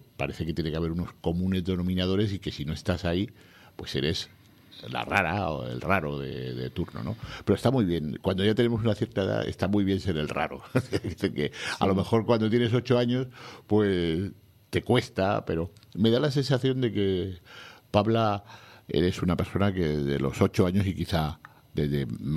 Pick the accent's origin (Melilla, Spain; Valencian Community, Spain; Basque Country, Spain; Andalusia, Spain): Basque Country, Spain; Bilbao; como unos años me crié en Bilbao. En Bilbao era prácticamente imposible que no te gustara el fútbol.